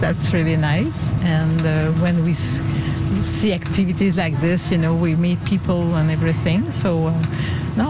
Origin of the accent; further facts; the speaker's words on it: Quebec City, Quebec, Canada; now in Rouyn-Noranda, Canada; No, I'm originally from Quebec, Quebec City. And I moved to Rouyn in 1983. Yeah, so my life is in Rouyn now.